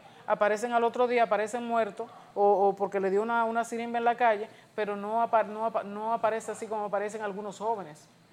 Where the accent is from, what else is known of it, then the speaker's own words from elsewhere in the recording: Neiba, Baoruco, Dominican Republic; moved away; yo soy de Neiva, yo soy de Estero de Neiva, de un pueblecito después de Neiva.